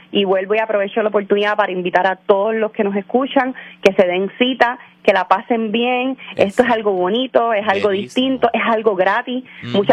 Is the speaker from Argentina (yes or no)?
no; Bayamón, Puerto Rico; now in Carolina, Puerto Rico; Bueno, yo soy nacida y criada en Bayamón, ajá, pero en estos momentos resido en Carolina.